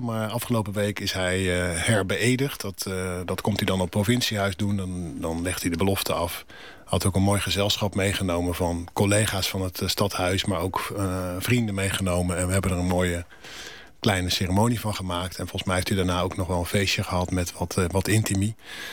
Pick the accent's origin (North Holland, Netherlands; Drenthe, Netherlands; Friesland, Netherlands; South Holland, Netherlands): South Holland, Netherlands; Ik ben geboren in Zuid-Holland. Ik ben hier opgegroeid. Ik ben hier burgemeester geweest. Mijn kinderen zijn hier geboren.